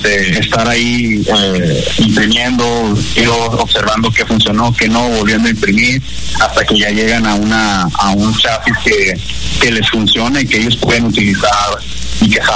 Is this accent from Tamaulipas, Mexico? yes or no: yes; Nuevo Laredo, Tamaulipas, Mexico; venimos de Tamaulipas, venimos de Nuevo Laredo